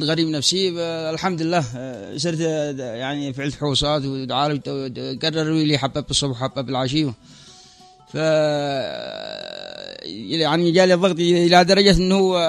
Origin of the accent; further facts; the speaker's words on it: Al Haymah, Sanaa, Yemen; أنا من الحيمة.